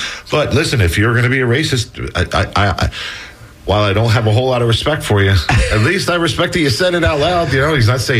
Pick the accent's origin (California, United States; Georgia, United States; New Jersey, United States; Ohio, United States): New Jersey, United States; I grew up in New Jersey, so I root for the New Jersey Devils and the New Jersey Nets and the New York Mets.